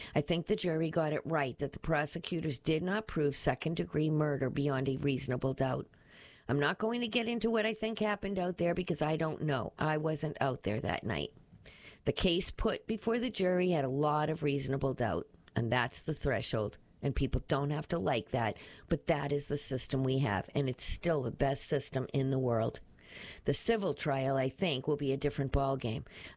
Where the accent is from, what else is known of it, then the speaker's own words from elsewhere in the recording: Brockton, Massachusetts, United States; being born and raised in Brockton and living on the South Shore and in Boston, there's a lot of regional connections.